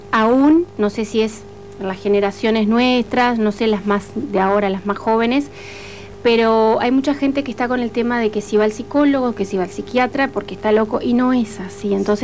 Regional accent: Soriano, Uruguay; yo soy de Soriano, por ejemplo...

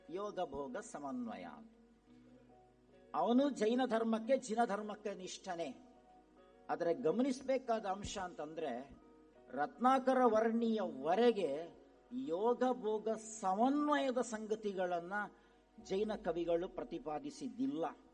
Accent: Karnataka, India

